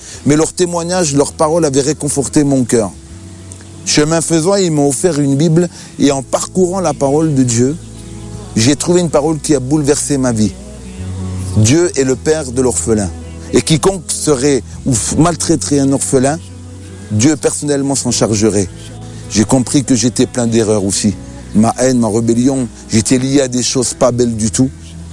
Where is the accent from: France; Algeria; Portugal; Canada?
Algeria